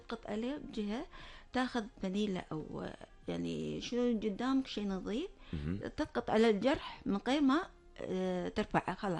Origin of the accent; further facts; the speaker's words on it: Kuwait; لان الثقافه ضعيفه هنا عندنا بالكويت، اغلبيه ما عندهم وعي صحي.